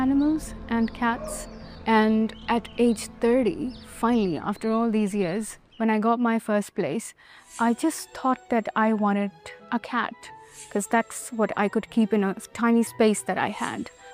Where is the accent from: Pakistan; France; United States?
Pakistan; Islamabad, Islamabad Capital Territory; English is a second language; moved away as an adult; I'm from Islamabad, Pakistan, and I'm a psychologist who believes in healing and connection. My father was a diplomat. We were raised in very diverse cultures. I was only 18 when I moved here.